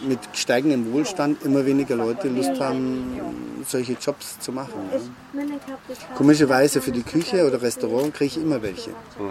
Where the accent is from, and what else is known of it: Germany; moved away as an adult; now in Hungary